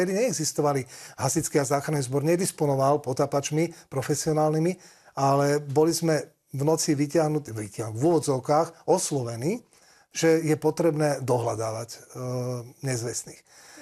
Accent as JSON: {"language": "Slovak", "town": "Senec", "region": "Bratislava Region", "country": "Slovakia", "tie": "born or raised there", "said": "Nakoľko my sme vyrastali na Slnečných jazerách a potreba potapačov bola počas letnej turistickej sezóny a zabezpečenie vodnej záchrannej služby nutná"}